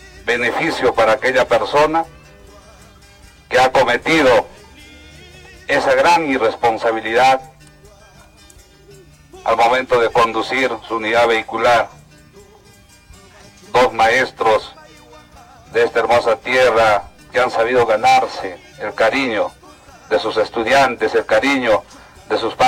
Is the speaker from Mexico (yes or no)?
no; Sicuani, Cusco, Peru; Venimos desde la ciudad de Cusco, desde Sicuani, desde la ciudad de Sicuani.